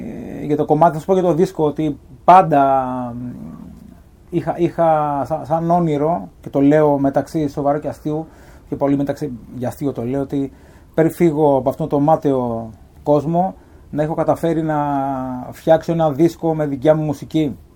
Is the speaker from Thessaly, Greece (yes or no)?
no; Krokees, Peloponnese, Greece; καθόμουν στο αγαπημένο μου μέρος στο χωριό μου που είναι οι Κροκές Λακωνίας, στο μαγαζί του Γιάννη του Κατσέτου, εκεί στο καφενείο του χωριού.